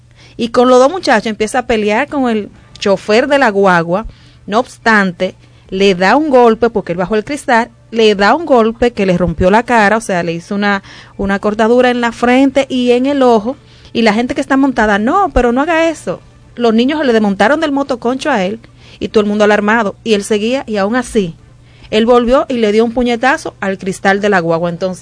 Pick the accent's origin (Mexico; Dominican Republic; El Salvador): Dominican Republic; y nosotros mismos como dominicanos, ya realmente no podemos permitir que todas nuestras cordilleras sea intervenida